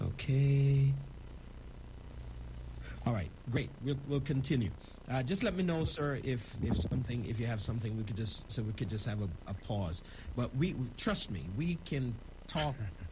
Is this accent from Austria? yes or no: no; Jamaica; born there; I'm a Jamaican, if you can figure that out. I was born in Jamaica, yes, and I have not forgotten my dialect either.